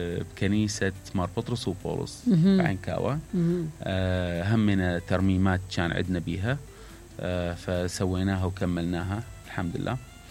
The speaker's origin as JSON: {"language": "Arabic", "town": "Alqosh", "region": "Nineveh", "country": "Iraq", "said": "إحنا يعني بشكل عام كالقوشين عندنا غيرة على بلدتنا"}